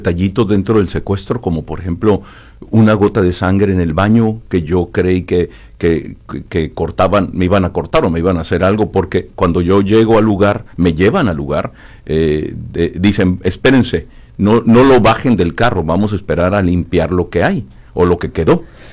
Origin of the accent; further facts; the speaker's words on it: Tijuana, Baja California, Mexico; Yo soy de aquí de Tijuana, somos 7 hermanos.